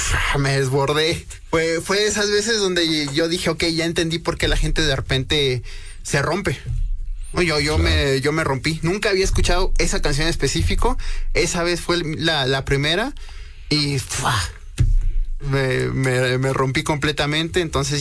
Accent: Sonora, Mexico; moved away; also born or lived in Las Vegas; soy de Sonora.

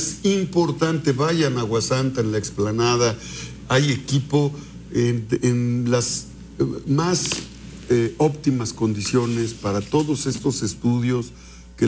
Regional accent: Acatzingo, Puebla, Mexico; also born or lived in Izúcar de Matamoros, Puebla; Nací en Izúcar, aunque crecí en Acatzingo, pues, pero soy tu paisano.

